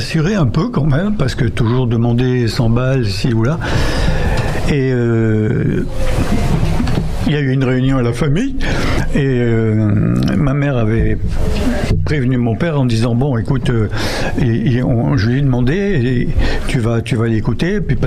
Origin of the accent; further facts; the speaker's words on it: Nice, Provence-Alpes-Côte d'Azur, France; Je suis niçois.